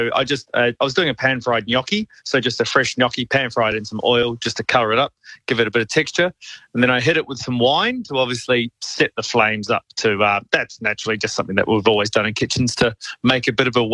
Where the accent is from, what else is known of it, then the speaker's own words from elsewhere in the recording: Australia; or is it just me playing around and being an Aussie?